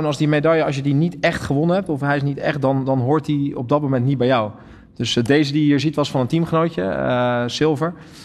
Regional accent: Rotterdam, South Holland, Netherlands; moved away as an adult; also born or lived in Barendrecht; als Rotterdammer lag dat een beetje gevoelig ook bij mij thuis

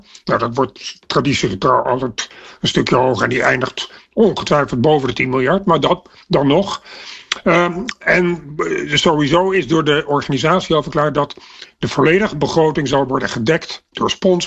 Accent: Netherlands; Nou, daar moeten we natuurlijk heel erg blij mee zijn als Nederlanders.

